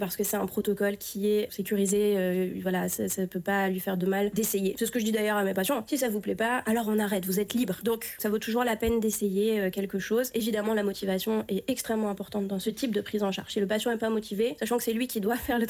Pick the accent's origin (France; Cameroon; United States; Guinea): France; moved away as an adult; now in Belgium; moi je suis arrivée en Belgique il y a plus de 10 ans, je suis française